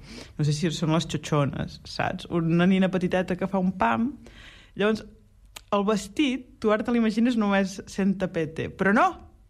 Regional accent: Blancafort, Catalonia, Spain; Recordo que quan era petita hi va haver una exposició i passarel·la al meu poble, crec que primera i última vegada de la meva vida que he vist a Blancafort fer una passarel·la de moda

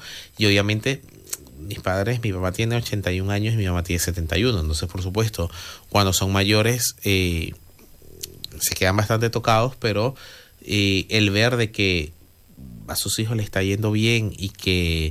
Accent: Maracay, Aragua, Venezuela; Yo donde soy, de Maracay, que es una región del centro del país

